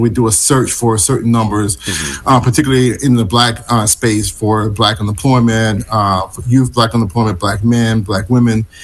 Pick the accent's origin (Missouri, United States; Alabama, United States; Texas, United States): Alabama, United States; Birmingham; I'm from Birmingham, Alabama, so I've been saying Dumas all my life, so it's Dumas.